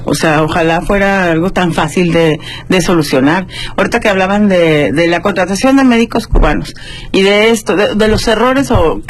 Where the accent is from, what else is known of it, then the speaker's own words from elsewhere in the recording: Mexico; es algo que sabemos como mexicanos